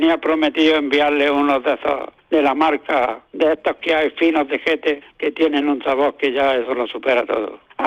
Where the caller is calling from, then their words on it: Almuñécar, Andalusia, Spain; de Almuñécar.